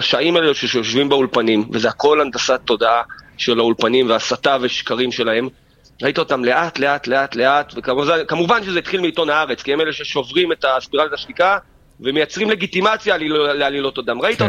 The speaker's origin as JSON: {"language": "Hebrew", "town": "Kiryat Arba", "region": "West Bank", "country": "Palestine", "tie": "born or raised there", "said": "אני תושב יהודה ושומרון כל חיי, ואני חושב שאחת הסיבות שהגעתי בסוף לחיים הציבוריים וכל זה, כי אני גדלתי בקריית ארבע"}